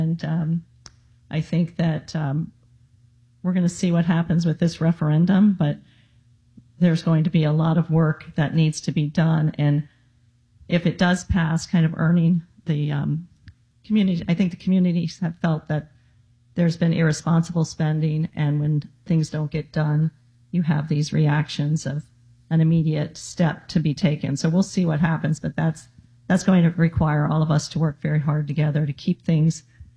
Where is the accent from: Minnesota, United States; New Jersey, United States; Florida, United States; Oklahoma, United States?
Florida, United States; Miami; moved away as an adult; also born or lived in Jacksonville, Florida / Nashville, Tennessee / West Palm Beach, Florida / California; now in Stuart, United States; I was born in Jacksonville, Florida. I was raised in Miami.